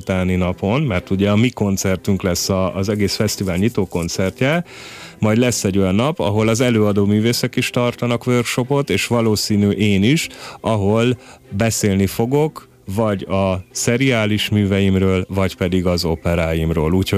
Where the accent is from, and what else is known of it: Hungary